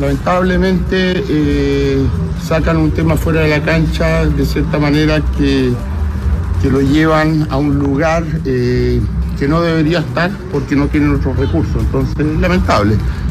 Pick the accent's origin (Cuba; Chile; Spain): Chile